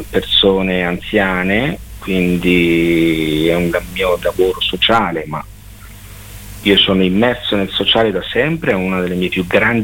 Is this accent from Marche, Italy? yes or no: yes; Esanatoglia, Marche, Italy; io sono nato a San Severino Marche, però sempre vissuto ad Sanatoglia.